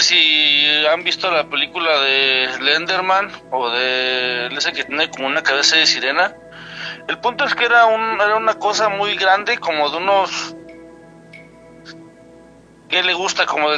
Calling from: El Marqués, Querétaro, Mexico; El Marqués Querétaro.

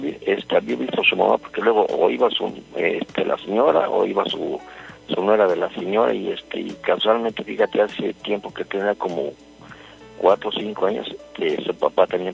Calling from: Xochimilco, Mexico City, Mexico; de Xochimilco.

